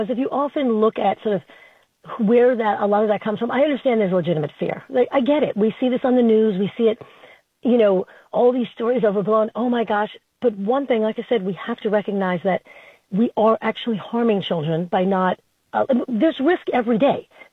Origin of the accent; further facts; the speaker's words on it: Flushing, New York, United States; I grew up in Flushing.